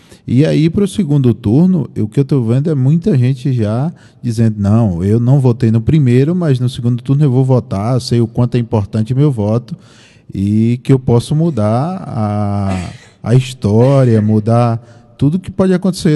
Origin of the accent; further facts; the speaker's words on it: Itatim, Bahia, Brazil; Um pessoal que já é de Itatim, nascido e criado em Itatim. … Acho que muita gente conheceu aqui na rua 7 de Setembro. Inclusive, resido lá até hoje.